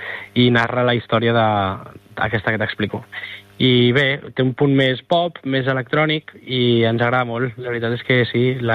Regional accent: Badalona, Catalonia, Spain; Jo soc de Badalona i em fa molta il·lusió tocar a casa

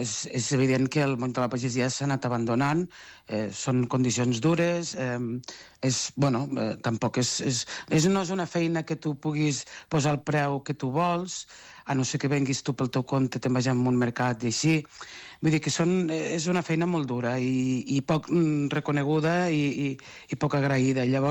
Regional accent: Catalonia, Spain; jo volia conèixer la meva comarca, que era les Garrigues

